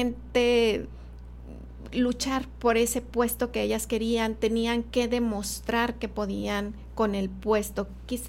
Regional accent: Ciudad Juárez, Chihuahua, Mexico; Fíjate que nací en Chihuahua, pero porque mi mamá es maestra, entonces en el verano iba a estudiar a Chihuahua. Entonces, pues allá nací

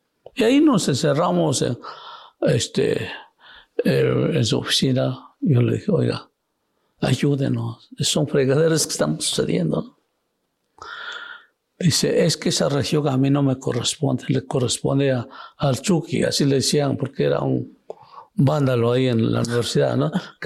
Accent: Taneche, Oaxaca, Mexico; porque ellos no tenían recursos ni para viajar de Taneche, que es mi pueblo, a la ciudad de Oaxaca.

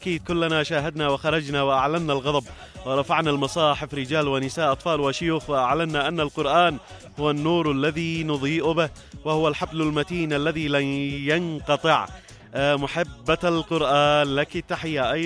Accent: Yemen; نحن أبناء اليمن، نحن أحفاد أحفاد الأنصار،

